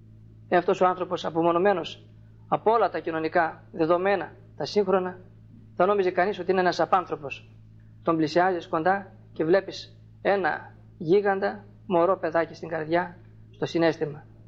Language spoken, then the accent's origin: Greek; Trikala, Thessaly, Greece